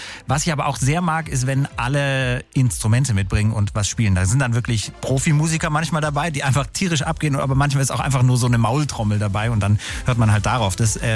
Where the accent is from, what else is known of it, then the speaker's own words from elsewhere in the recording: Schwieberdingen, Baden-Württemberg, Germany; Am Mittwoch fast in meiner Heimat in Schwieberdingen im Kreis Ludwigsburg.